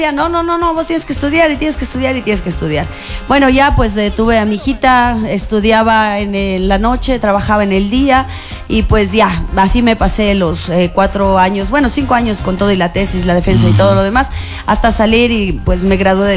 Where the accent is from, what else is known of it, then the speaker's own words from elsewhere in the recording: Latacunga, Cotopaxi, Ecuador; Yo soy de la ciudad de La Tacunga, la provincia de Cotopaxi.